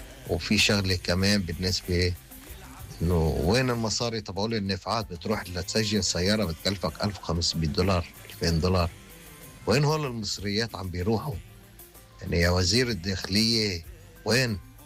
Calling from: Germany; انا عم بحكيك من المانيا

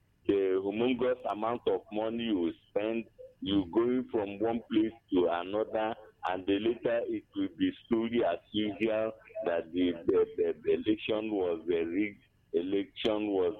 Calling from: Abani, Enugu State, Nigeria; I'm calling from Abani, Kenugu.

